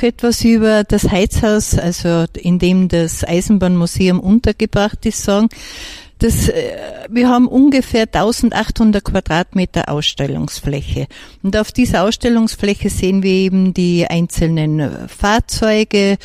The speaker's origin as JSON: {"language": "German", "region": "Tyrol", "country": "Austria", "tie": "born or raised there", "said": "Ich bin ja keine gebürtige Osttirolerin, sondern ich bin an der Zillertalbahn aufgewachsen"}